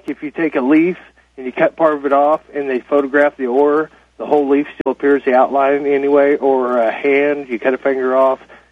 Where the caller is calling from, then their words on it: Bentonville, Arkansas, United States; Bentonville, Arkansas.